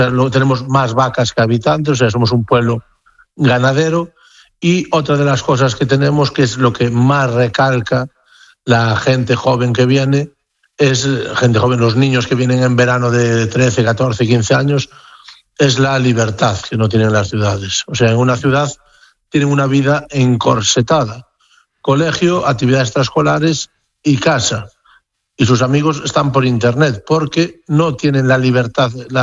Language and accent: Spanish; Galicia, Spain; also born or lived in Barcelona; Yo ya te digo, yo nací en Barcelona, pero ya de pequeñito me vine para Galicia